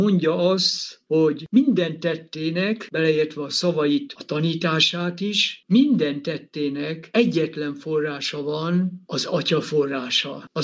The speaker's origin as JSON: {"language": "Hungarian", "country": "Hungary", "said": "Persze magyarként biztos, hogy elfogult is vagyok."}